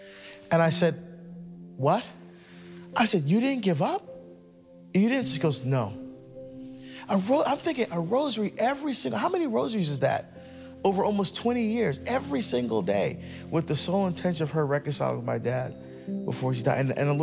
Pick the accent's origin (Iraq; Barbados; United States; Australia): Barbados; moved away; my home country of Barbados